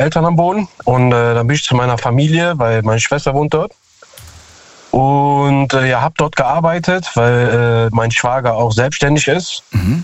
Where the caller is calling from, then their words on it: Cologne, North Rhine-Westphalia, Germany; Ich bin aus Köln.